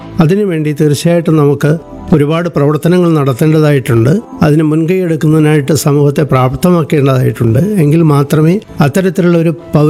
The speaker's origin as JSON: {"language": "Malayalam", "town": "Kunnathur", "region": "Kerala", "country": "India", "tie": "born or raised there", "said": "ഞാൻ ജനിച്ചത് വളരെ ഒരു ഉൾനാടൻ ഗ്രാമത്തിലാണ്, കുന്നത്തൂർ എന്ന് പറഞ്ഞിട്ട്. വയലേലകളുടെയും കൃഷിസ്ഥലങ്ങളുടെയും പുഴയുടെയും കായലിൻ്റെയും ഒക്കെ പരിസരമായിരുന്നു എൻ്റെ ബാല്യകാല ജീവിതത്തിൻ്റെ ഭൂമിക."}